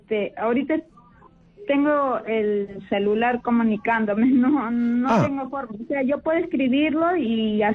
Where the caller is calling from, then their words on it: Lima, Peru; estoy llamando de Los Olivos